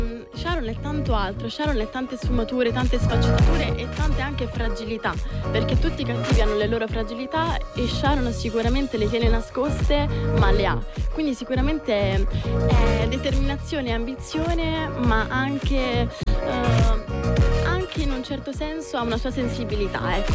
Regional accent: Rome, Lazio, Italy; soprattutto una serie napoletana, poi essendo io romana.

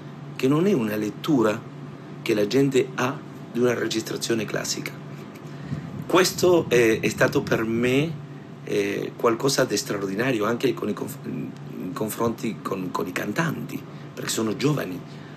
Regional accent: Argentina; Italian is a second language

